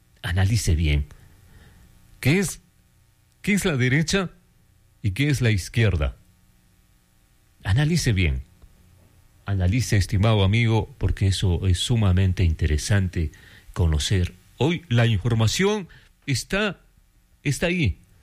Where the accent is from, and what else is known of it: Ecuador